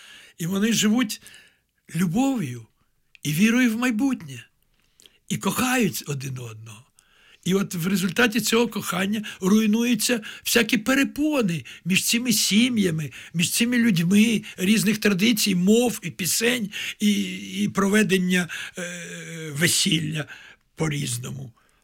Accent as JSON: {"language": "Ukrainian", "region": "Kyiv", "country": "Ukraine", "tie": "born or raised there", "also_born_or_lived": "Kraków, Poland", "said": "я сам народився на Подолі в подвір'ї на Воздвиженській вулиці, в подвір'ї, якому грали діти євреїв, татар, українців, молдаван."}